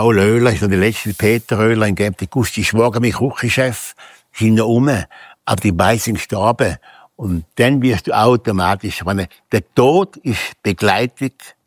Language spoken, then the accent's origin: German; Bichelsee, Thurgau, Switzerland; Nicht vergessen, vom Thurgau, von Bichlsee, Balterschwil. Und der Thurgau wird meine Heimat bleiben.